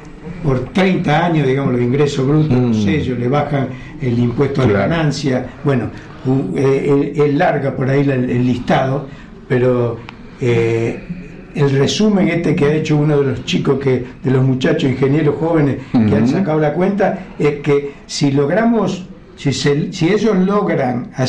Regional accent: Argentina; somos los argentinos

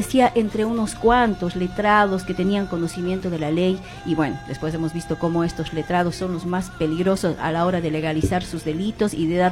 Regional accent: Bolivia; como en mi país Bolivia

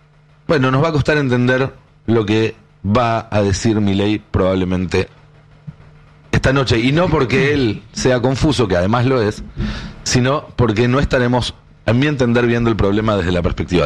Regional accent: Argentina

